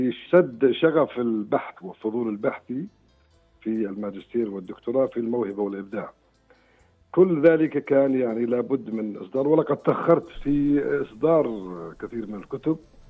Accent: Jordan; والله كأي أديب وفنان أردني، يعني قبل 30 عام بدأنا الكتابة في الشعر والمسرح وأيضا الإخراج، وذلك بعد التخرج في جامعة اليرموك

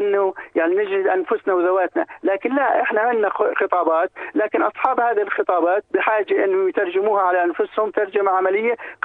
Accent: Jordan; وانا دائما بقول بنلوم دائما الدولة سواء عندنا في الأردن او غيرنا.

